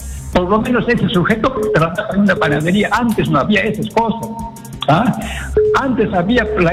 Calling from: Lima, Peru; Caraballo, Lima Norte.

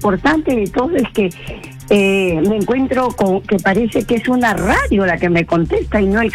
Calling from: Lima, Peru

